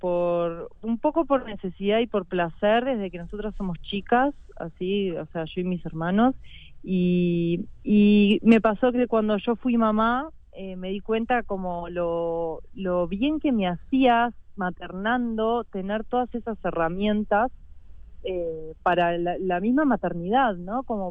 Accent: La Paloma, Rocha, Uruguay; now in Sierras de Rocha, Uruguay; Yo en realidad nunca viví en la ciudad, me crié en La Paloma

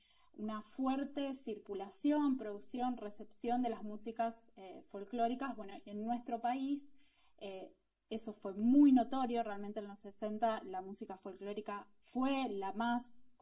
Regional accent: Santa Fe, Argentina; now in Buenos Aires, Argentina; soy santafesina, y bueno, de ahí también deriva un poco, o nace mi amor por estas músicas que había escuchado muy desde chica

